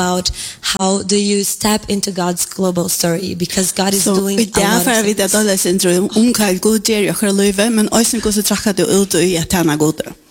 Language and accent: English; Brazil; I'm from Brazil, the best country in the world.